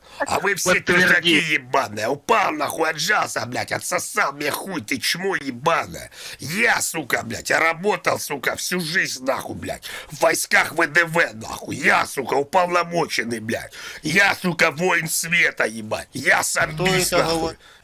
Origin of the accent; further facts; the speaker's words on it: Estonia; Привет, Эстония. Я сам эстонец. Я сам из Эстонии. Я родился в Эстонии, это мой город родной.